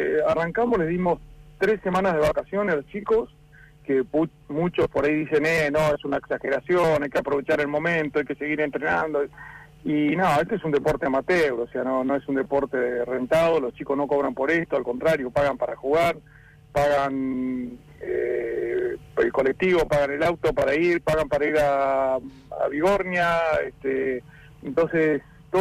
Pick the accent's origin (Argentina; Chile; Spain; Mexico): Argentina; Comodoro Rivadavia, Chubut; Bueno, nosotros somos patagónicos y somos comodorenses, por sobre todas las cosas